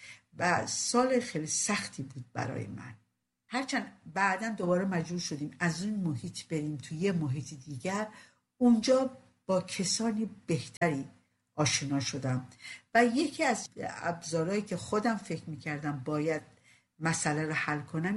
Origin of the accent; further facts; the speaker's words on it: Rasht, Gilan, Iran; من گفتم از رشت اومدم، یا همه صورت ها برگشت. به محضی که من شروع کردم به حرف زدن، همه شروع کردن به خندیدن به خاطر لهجه‌ای که من داشتم